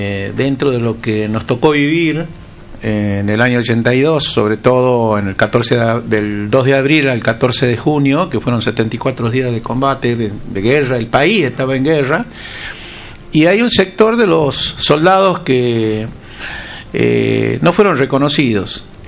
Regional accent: Argentina; seguimos reclamando las islas como argentinos

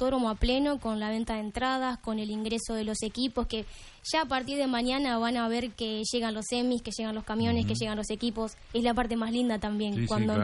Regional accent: Concordia, Entre Ríos, Argentina; Yo me crecí mirando los domingos, comiendo asados en el autódromo. Soy entrerriana, soy de Concordia.

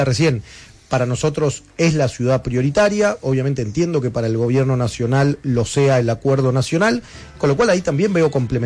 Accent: Buenos Aires, Argentina

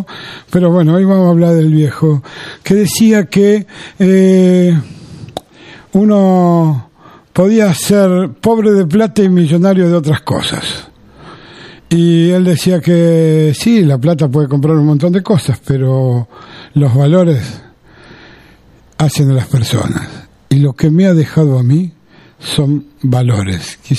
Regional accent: Buenos Aires, Argentina; born there; yo me pongo ahí porque soy el segundo, y mis dos hermanas nacimos todos aquí en Parque de los Patricios, en Capital Federal. Mi papá era un correntino de esos bravos

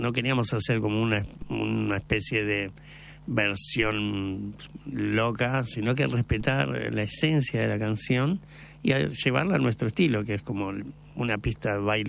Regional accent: La Plata, Buenos Aires Province, Argentina; Yo soy platense.

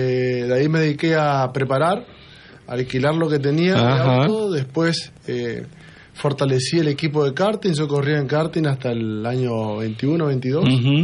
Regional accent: Santa Fe, Argentina; es algo que en el norte santafesino nos apasiona.

